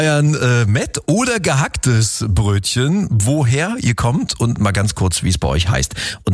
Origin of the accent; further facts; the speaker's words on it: Thuringia, Germany; ich komme jetzt direkt aus der Mitte, Nähe von Erfurt, gehacktes, klar, bin aus einer Fleischerfamilie.